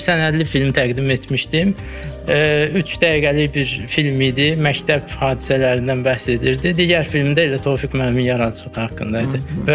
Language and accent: Azerbaijani; Baku, Azerbaijan; born there; 1993-cü ildə Bakıda anadan olmuşam